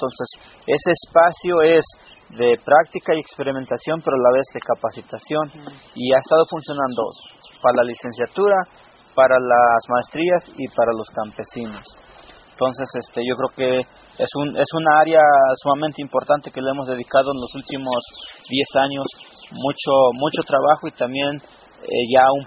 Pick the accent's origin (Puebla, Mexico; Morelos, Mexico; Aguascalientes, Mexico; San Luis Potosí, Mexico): Puebla, Mexico; soy del municipio de Iztacamazlán